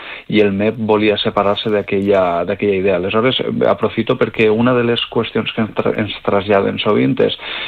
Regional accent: Planes, Valencian Community, Spain; sóc de Planes, i actualment pues, sóc professor al Conservatori Superior de Música de les Illes Balears

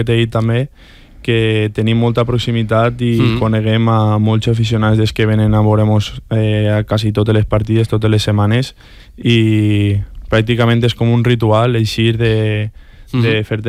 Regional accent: Montserrat, Valencian Community, Spain; que ell és de Beniparrell i jo soc de Montserrat

